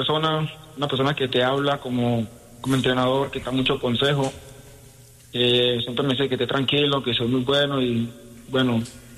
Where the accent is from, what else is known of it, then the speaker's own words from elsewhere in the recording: Riosucio, Chocó, Colombia; born there; Yo nací en el Chocó, Río Sucio Chocó, nací yo.